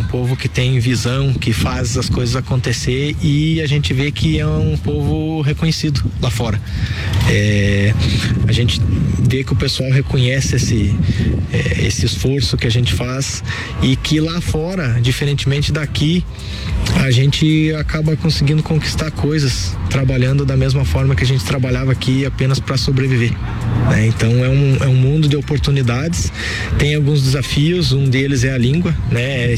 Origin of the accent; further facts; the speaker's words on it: São Leopoldo, Rio Grande do Sul, Brazil; moved away as an adult; also born or lived in Vacaria; now in Ireland; Eu sou gaúcho, natural de São Leopoldo.